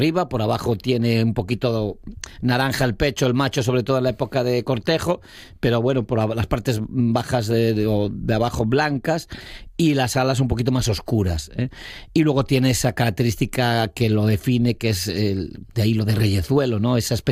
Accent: Noia, Galicia, Spain; yo sabes que soy originario de Galicia y un pueblo que tiene ría.

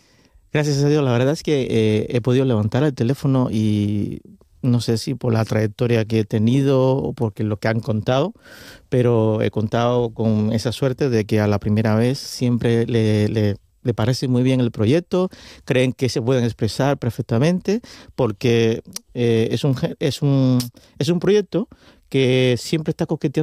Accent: Cuba; now in Spain; Yo nativo soy de Cuba.

